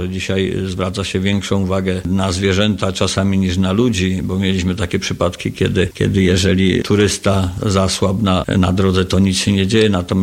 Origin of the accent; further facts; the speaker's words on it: Lesser Poland, Poland; my tutaj jako górale o konie dbamy szczególnie.